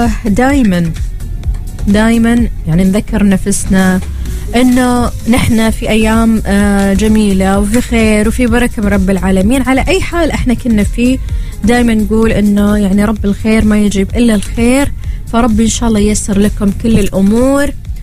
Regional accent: Oman; إحنا كعمانيين سنة 2020 من السنوات اللي ما راح ننساها

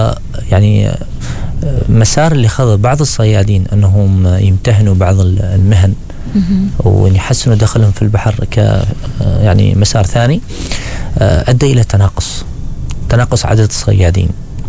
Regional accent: Oman; أنا كعماني

